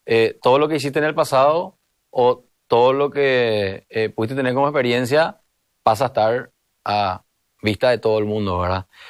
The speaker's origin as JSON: {"language": "Spanish", "region": "Asunción", "country": "Paraguay", "tie": "born or raised there", "said": "yo soy de sajoniero hasta los 14 años. Yo me crié en Sajonia, en la República de Sajonia. Vivía detrás de la seccional 21. O sea, conozco la seccional desde que soy chiquitito por eso. Yo jugaba fútbol en la seccional."}